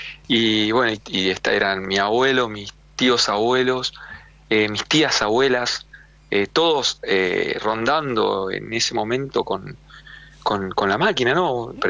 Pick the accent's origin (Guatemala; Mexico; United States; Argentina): Argentina; Rosario, Santa Fe; nos criamos en Rosario, vivimos Rosario